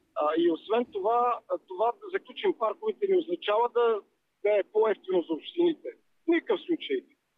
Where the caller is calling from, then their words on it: Plovdiv, Plovdiv Province, Bulgaria; Аз съм от Пловдив